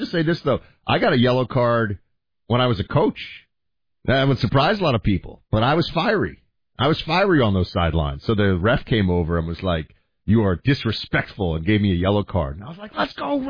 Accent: New York City, New York, United States; I'm from New York City. People were a little bit tough in the boroughs there.

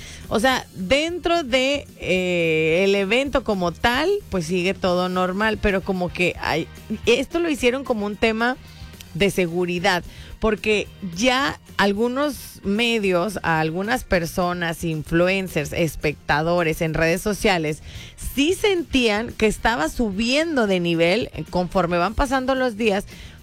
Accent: Mexico

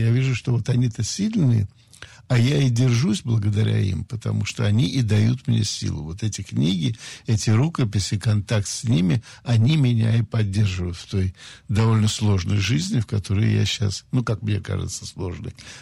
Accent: Saint Petersburg, Russia; Слушайте, я мальчик питерский, занимался карате, прошел русскую армию советскую, вообще командиром танка был

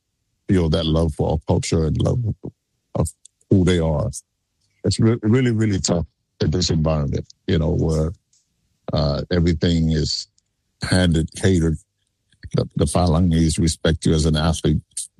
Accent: Samoa; You know, a lot of people thought I was born in Texas. They don't know I came from Samoa.

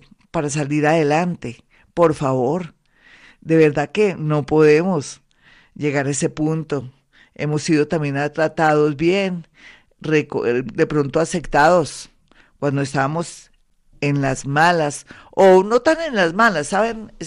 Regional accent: Colombia; como somos los colombianos, la berraquera. Es que nosotros, los colombianos

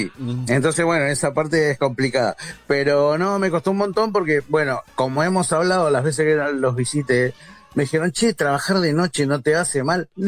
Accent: Quilmes, Buenos Aires Province, Argentina; Le digo, flaco, soy de Quilmes, ¿a quién querés que te traiga a las 12 de la noche?

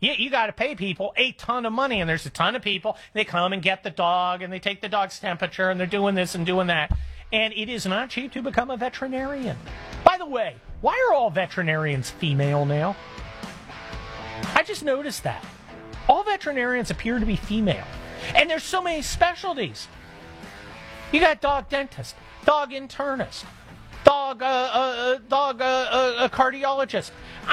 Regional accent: Scotland, United Kingdom; And I'm Scottish. That goes against everything my genetics believe in.

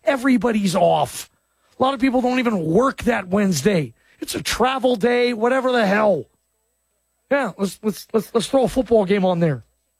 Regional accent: Atlanta, Georgia, United States; born there; I was born in Atlanta, by the way, man.

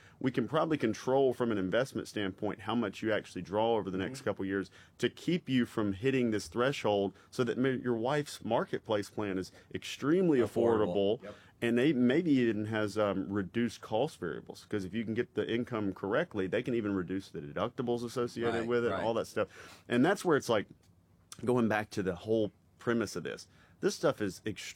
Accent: Mississippi, United States; I'm from Mississippi, yeah, and when we'd have these call centers, you'd hear the calls.

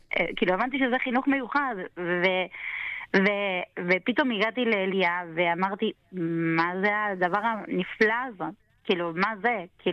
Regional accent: Argentina; now in Israel; אני גדלתי כמו תרסם בטבע. אני גדלתי לפני 43 שנה בארגנטינה, להורים במעמד כלכלי מאוד נמוך.

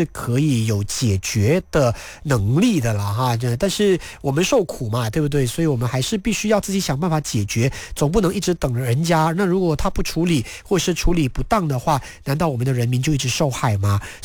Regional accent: Malaysia

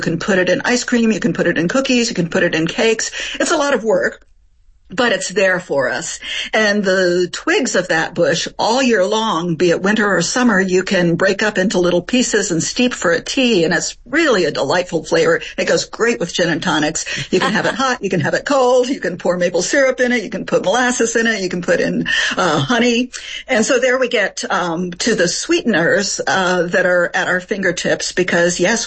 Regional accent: Appalachia, United States; born or raised there; also born or lived in France

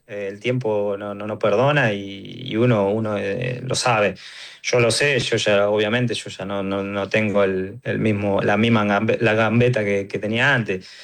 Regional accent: Argentina; como todo argentino, con la expectativa de que sea como el mundial pasado.

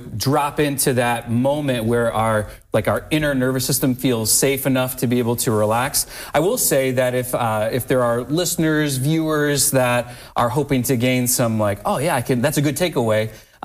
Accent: Waterville, Ohio, United States; also born or lived in Columbus, Ohio / Marietta, Georgia; I'm from Waterville. Grew up, went to Anthony Wayne High School, and moved down to Columbus for a brief stint at The Ohio State University

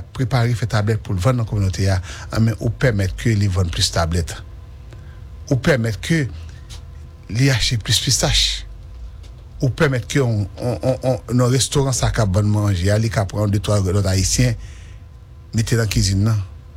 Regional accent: Haiti; Même si je suis haïtien, mon frère.

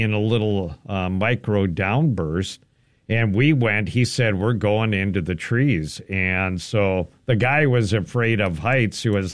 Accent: Minnesota, United States; When I was doing my music out in L.A. too, people there knowing I was from Minnesota

